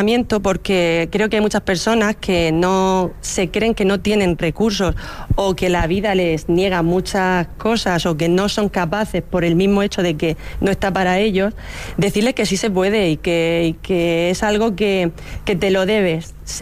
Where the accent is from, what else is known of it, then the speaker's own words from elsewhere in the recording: Cartagena, Region of Murcia, Spain; tengo 35 años, soy más de Cartagena que el asiático, o sea, soy de aquí total.